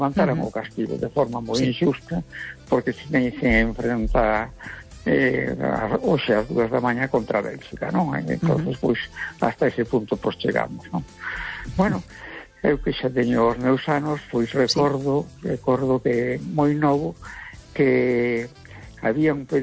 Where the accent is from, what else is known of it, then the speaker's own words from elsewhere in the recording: Galicia, Spain; E como galego, pues sí, pues a mí me gusta o Deportivo, me gusta o Celta, ¿verdad?